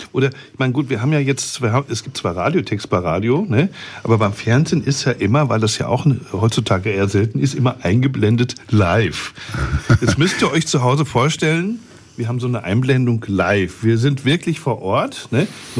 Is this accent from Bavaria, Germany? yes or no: no; North Rhine-Westphalia, Germany; moved away; ich komme aus dem Ruhrpott